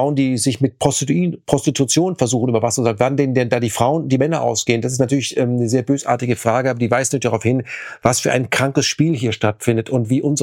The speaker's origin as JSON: {"language": "German", "country": "Germany", "said": "wir als Deutsche"}